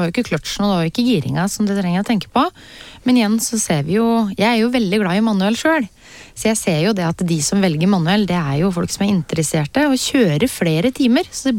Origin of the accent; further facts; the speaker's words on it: Hønefoss, Buskerud, Norway; for jeg kom jo opprinnelig fra Hønefoss.